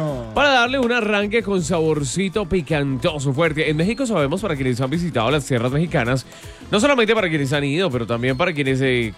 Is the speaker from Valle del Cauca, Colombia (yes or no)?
no; Tunja, Boyacá, Colombia; Soy de Tunja, sí.